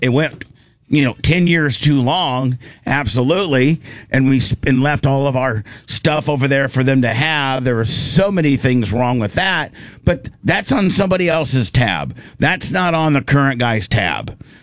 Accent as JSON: {"language": "English", "country": "United States", "said": "I'm just over it as an American."}